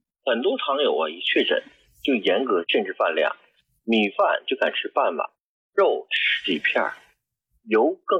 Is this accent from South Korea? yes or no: no; China